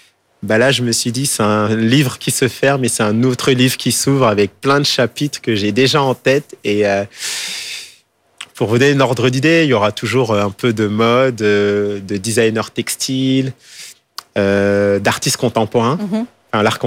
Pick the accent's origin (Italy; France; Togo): France; Île-de-France; also born or lived in Paris; J'ai grandi, je suis né à Paris 18e, mais j'ai grandi en banlieue.